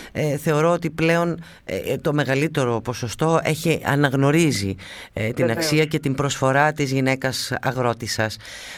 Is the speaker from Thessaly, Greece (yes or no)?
yes; Larissa, Thessaly, Greece; και ως Λαρισαίοι και ως Θεσσαλοί φυσικά να έχουμε αυτό και ως όλοι απόγονοι αγροτικών οικογενειών.